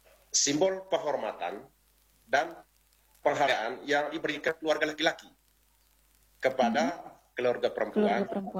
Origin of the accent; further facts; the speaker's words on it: Manggarai, East Nusa Tenggara, Indonesia; Kalau konteks belis untuk kita orang Manggarai